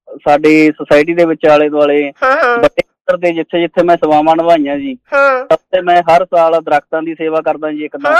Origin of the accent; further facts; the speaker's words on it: Mandi Kalan, Punjab, India; ਮੇਰਾ ਪਿੰਡ ਮੰਡੀ ਕਲਾਂ ਜੀ, ਮੰਡੀ ਕਲਾਂ ਵੀ ਸਾਡੇ ਸੁਖਵਿੰਦਰ ਸਿੰਘ ਜੀ ਆ ਪੰਜਾਬ ਪੁਲਿਸ ਤੋਂ